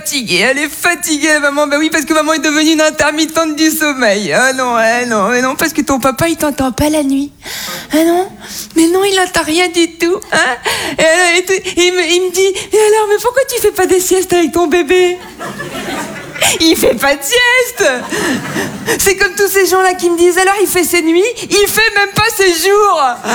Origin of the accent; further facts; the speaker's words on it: Toulon, Provence-Alpes-Côte d'Azur, France; born there; je suis née en 1996 à Toulon. Tout le monde voit Toulon, la Côte d'Azur, les gros bateaux, les milliardaires. C'est pas là, c'est juste avant.